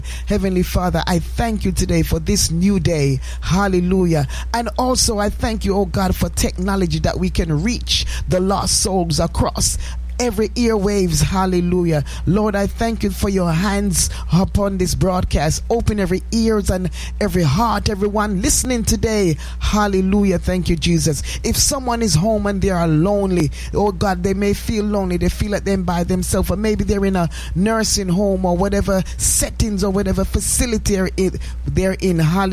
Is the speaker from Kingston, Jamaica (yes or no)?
no; Spanish Town, Saint Catherine, Jamaica; Doreen and I grew up together in Spanish Town.